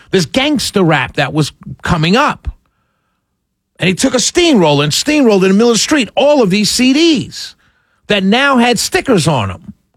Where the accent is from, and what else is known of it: New York City, New York, United States; born or raised there